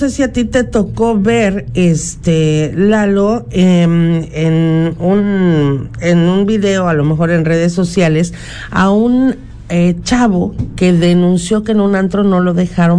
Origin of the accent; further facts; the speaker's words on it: Mexico City, Mexico; Espérame, pues si esta es mi tierra, yo vivía aquí antes.